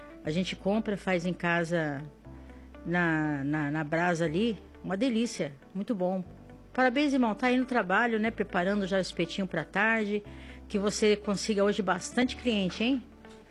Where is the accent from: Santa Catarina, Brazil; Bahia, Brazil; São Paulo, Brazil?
São Paulo, Brazil; Eu nasci aqui, sou da Gema. Eu sou paulistana, nasci aqui na...